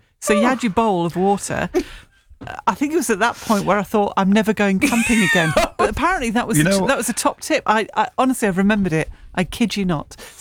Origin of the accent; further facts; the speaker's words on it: Middlesbrough, North East England, United Kingdom; born there; I was born in Middlesbrough Maternity Hospital. It's no longer there.